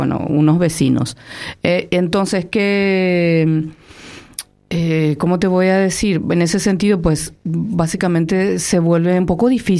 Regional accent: Paraguay; moved away; Entonces venís aquí y te das cuenta que había sido sos paraguaya.

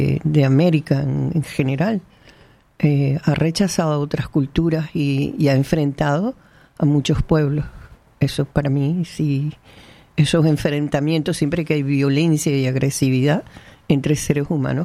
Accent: Canary Islands, Spain; born there; mis estudios no fueron aquí, aunque nací en Canarias

